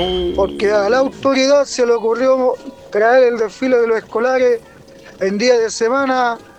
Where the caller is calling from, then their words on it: Villa Alemana, Valparaíso, Chile; de Villa Alemana, aquí escuchando la radio festival.